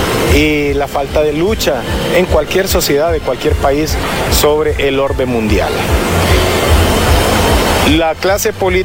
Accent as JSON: {"language": "Spanish", "country": "Honduras"}